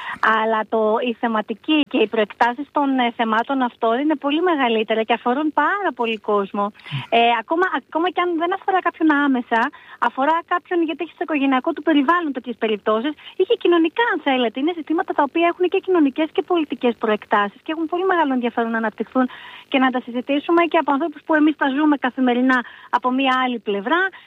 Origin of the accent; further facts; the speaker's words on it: Kefalonia, Ionian Islands, Greece; Εγώ είμαι Κεφαλονίτισσα, αλλά ο άντρας μου είναι από την Άξο.